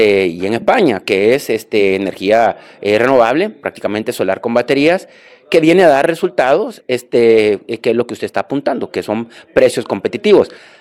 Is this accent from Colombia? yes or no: no; Honduras